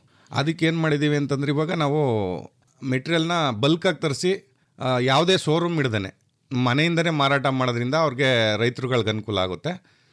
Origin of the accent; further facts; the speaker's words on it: Dinka, Karnataka, India; ನಂದು ಮಂಡ್ಯ ಜಿಲ್ಲೆ ಪಾಂಡವಪುರ ತಾಲೂಕು ಡಿಂಕಾ ಗ್ರಾಮದಲ್ಲಿ ಇದ್ದದ್ದು. ನಂದು ಬಾಲ್ಯದ ಎಜುಕೇಷನ್ ಎಲ್ಲ ಡಿಂಕಾ ಗ್ರಾಮದಲ್ಲೇ ಆಗಿದೆ. ಮತ್ತು ನಮ್ಮದು ಕೃಷಿ ಪ್ರಧಾನ ಕುಟುಂಬದಿಂದ ಬಂದು